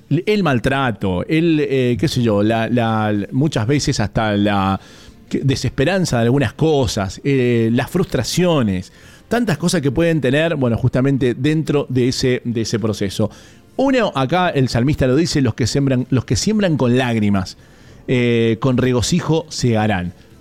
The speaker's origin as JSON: {"language": "Spanish", "region": "Mendoza", "country": "Argentina", "said": "Bueno, acá como mendocinos sabemos cómo de repente en tiempo de en este tiempo, en esta época, el tema de las heladas"}